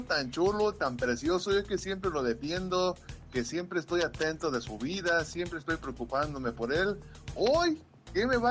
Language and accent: Spanish; Mexico; Mi corazón mexicano